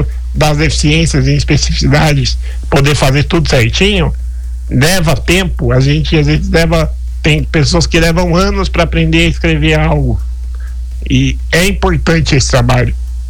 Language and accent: Portuguese; Caraguatatuba, São Paulo, Brazil; eu sou caiçado, sou nascido aqui em Caraguatatuba